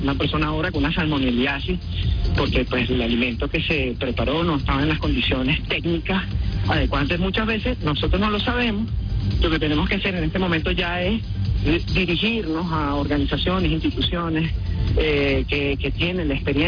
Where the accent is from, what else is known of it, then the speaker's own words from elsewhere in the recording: Venezuela; y por supuesto también como venezolano, ¿no?